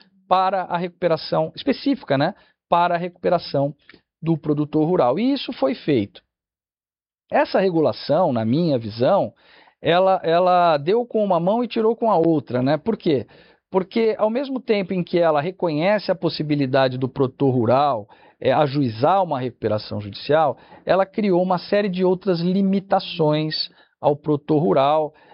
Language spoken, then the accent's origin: Portuguese; São Paulo, Brazil; Eu sou da região de Ribeirão Preto